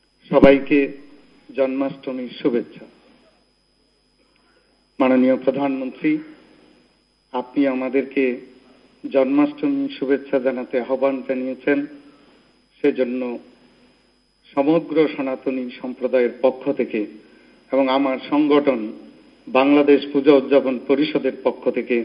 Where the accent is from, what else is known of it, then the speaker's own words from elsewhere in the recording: Cox's Bazar district, Chittagong Division, Bangladesh; born there; আমি গর্ববোধ করি আমার বাড়ি ওনার জেলায়।